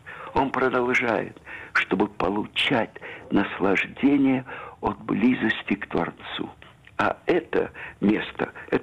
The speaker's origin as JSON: {"language": "Russian", "town": "Odesa", "region": "Odesa Oblast", "country": "Ukraine", "tie": "born or raised there", "moved": "yes", "said": "я жил в коммунальной квартире все детство в Одессе."}